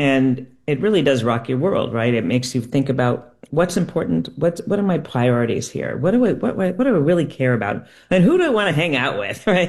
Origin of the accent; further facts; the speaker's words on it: Connecticut, United States; now in Burlington, United States; And, you know, I grew up sailing in Connecticut.